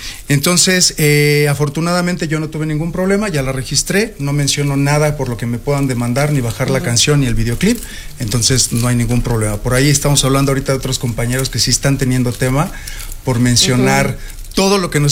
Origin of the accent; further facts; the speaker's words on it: Veracruz, Mexico; Hecho en México, ¿no? Sí. Veracruz.